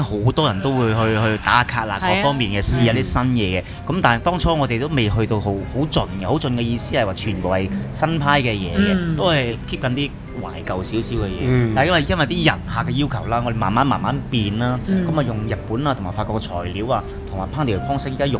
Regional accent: Hong Kong; 我哋香港人

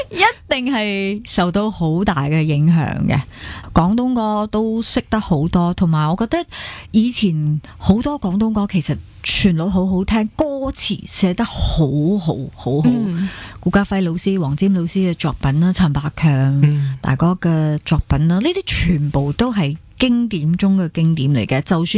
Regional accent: Malaysia

